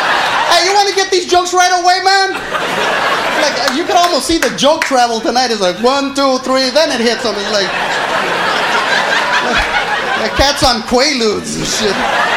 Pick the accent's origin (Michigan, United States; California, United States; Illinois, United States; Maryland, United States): California, United States; Los Angeles; I'm from East Los Angeles, Boyle Heights to be exact, right around there.